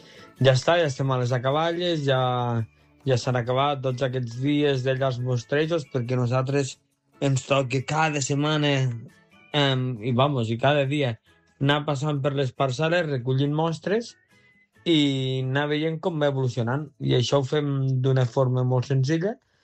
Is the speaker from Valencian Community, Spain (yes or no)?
no; Almenar, Catalonia, Spain; jo sóc d'Almenar